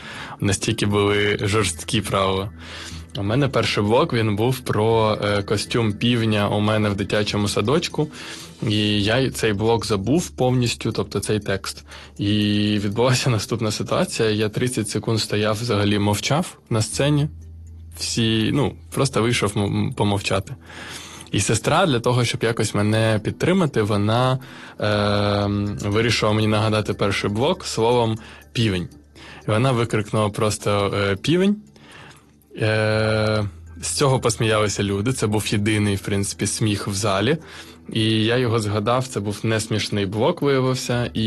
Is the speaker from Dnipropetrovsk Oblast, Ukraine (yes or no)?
yes; Dnipro, Dnipropetrovsk Oblast, Ukraine; Потім ми почали в Дніпрі, я сам з Дніпра, ми почали робити там відкриті мікрофони.